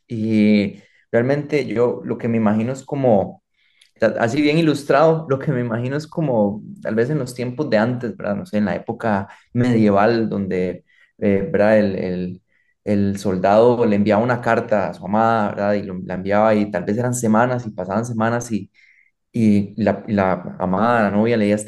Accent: Costa Rica; yo como costarricense, hay palabras que en Costa Rica se entienden

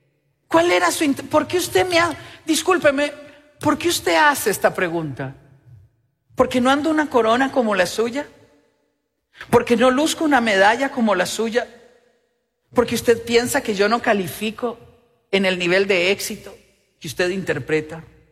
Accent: Nicaragua; Le hago la pregunta para contarle que yo también soy nica. Y que me emociona decir que mi mamá era de Nicaragua.

